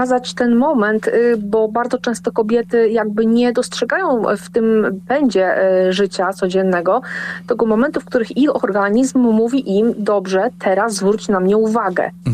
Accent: Szczecin, West Pomeranian Voivodeship, Poland; Jestem z Pomorza Zachodniego, jestem ze Szczecina, mieszkam nadal na Pomorzu Zachodnim, mimo że już nie w Szczecinie.

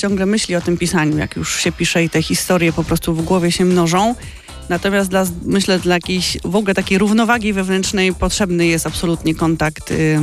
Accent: Sochaczew, Masovian Voivodeship, Poland; born there

